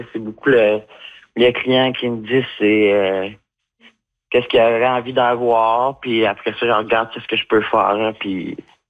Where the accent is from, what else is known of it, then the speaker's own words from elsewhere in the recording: Quebec City, Quebec, Canada; moi, j'ai grandi à Québec, puis clairement, si je viens de Pessamite, moi, j'ai grandi à Québec, on y va une fois de temps en temps, mais tu sais, j'ai jamais grandi, jamais resté là-bas.